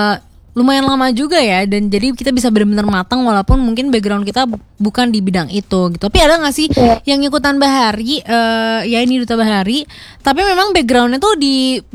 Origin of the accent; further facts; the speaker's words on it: Indramayu, West Java, Indonesia; Indramayu kampung gue tuh kebetulan.